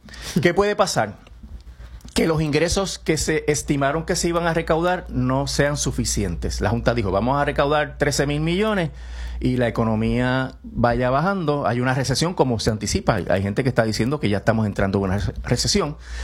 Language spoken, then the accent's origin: Spanish; Ponce, Puerto Rico; como dicen en mi pueblo Ponce.